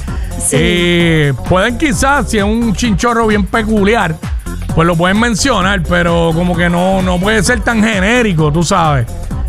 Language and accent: Spanish; Puerto Rico; Para nosotros que somos del oeste